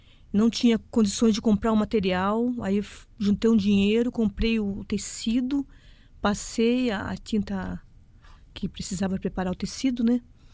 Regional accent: São Lourenço da Serra, São Paulo, Brazil; né, artista visual autodidata, sou do interior de São Paulo, São Lourenço da Serra.

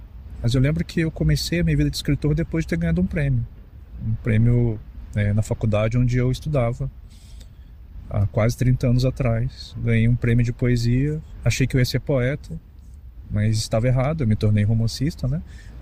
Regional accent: Rio de Janeiro, Brazil; moved away; also born or lived in Rio Grande do Sul; E eu, sendo carioca, mas morando muito tempo no Rio Grande do Sul

